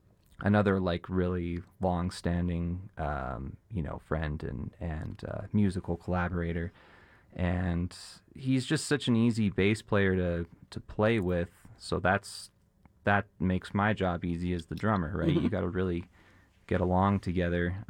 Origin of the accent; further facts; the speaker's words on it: Canada; because I'm from Canada, so it's like the hockey reference.